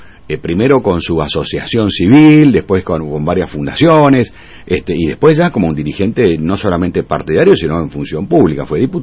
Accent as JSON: {"language": "Spanish", "area": "Villa Berthet", "region": "Chaco", "country": "Argentina", "tie": "born or raised there", "also_born_or_lived": "Presidencia Roca, Chaco", "moved": "as an adult", "lives_now": "Resistencia, Argentina", "said": "Yo nací en Resistencia, viví en el interior. Hice la escuela primaria, parte del secundario, algunos años estuve en Resistencia haciendo secundario porque mi papá estaba en la función pública, pero después volvíamos a Villateray. Así que yo soy un hombre del interior."}